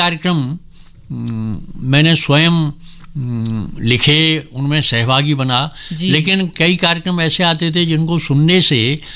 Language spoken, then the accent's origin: Hindi; Braj, India; ब्रज मेरी आत्मा में समाया हुआ है, मैं वहीं का रहने वाला हूँ।